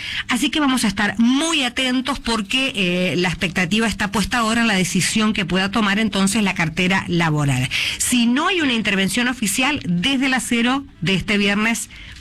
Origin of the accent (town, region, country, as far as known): Argentina